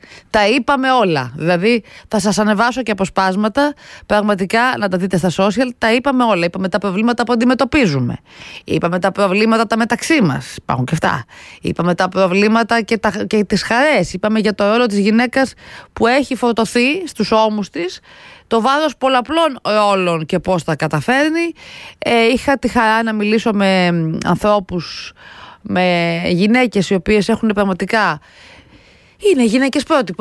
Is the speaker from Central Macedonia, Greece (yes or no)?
no; Athens, Attica, Greece; Εδώ είναι ο τόπος μου, η Αθήνα, αγαπημένο μέρος